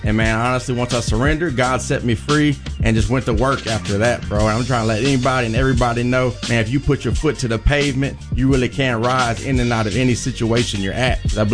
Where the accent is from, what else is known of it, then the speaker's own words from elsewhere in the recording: Louisiana, United States; You know, I grew up in Gardere, single mom, all that mix.